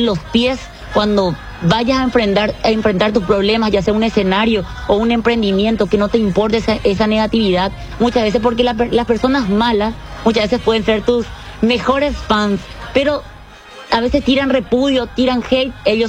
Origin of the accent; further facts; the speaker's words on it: Coronel Bogado, Itapúa, Paraguay; Yo vengo de Coronel Bogado